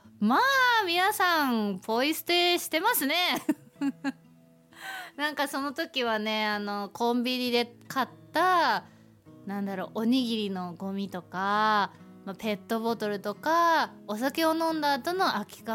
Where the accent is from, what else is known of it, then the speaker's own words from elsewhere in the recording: Sapporo, Hokkaido, Japan; born there; also born or lived in Iwamizawa, Hokkaido; now in Nemuro, Japan; 私はこう、岩見沢で生まれ、まあ、札幌で過ごし、まあ、根室ということで、北海道内をですね、まあ、いろいろこう住んでいるんですけれども